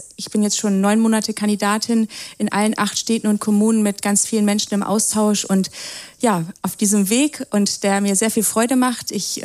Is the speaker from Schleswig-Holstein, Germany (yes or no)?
no; Hameln, Lower Saxony, Germany; Ich bin 39 Jahre alt, in Tündern aufgewachsen, in Hameln zur Schule gegangen.